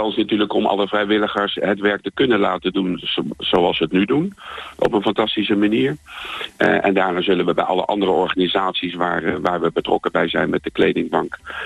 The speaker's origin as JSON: {"language": "Dutch", "town": "The Hague", "region": "South Holland", "country": "Netherlands", "tie": "born there", "lives_now": "Alphen aan de Rijn, Netherlands"}